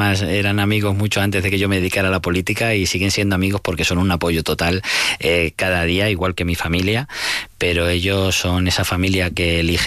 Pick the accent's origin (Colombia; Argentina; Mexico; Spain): Spain; Castilla-La Mancha